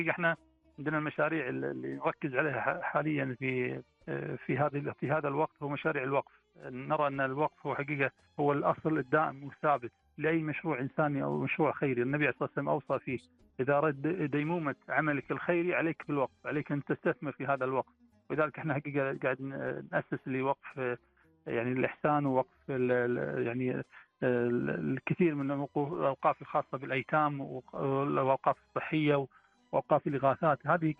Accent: Kuwait

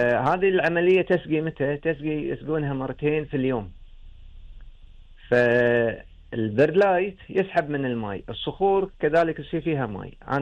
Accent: Kuwait

